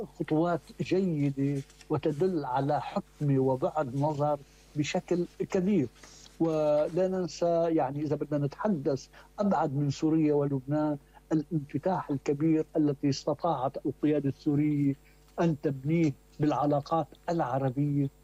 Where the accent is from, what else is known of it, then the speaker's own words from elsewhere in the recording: Lebanon; يعني أنا كلبناني